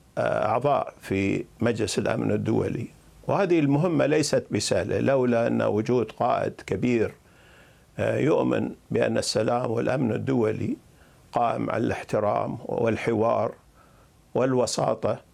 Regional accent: Qatar

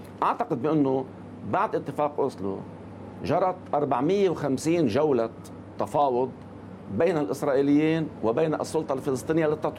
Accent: Lebanon; إذن يعني علينا كلبنانيين إذا كنا نريد أن نتقدم

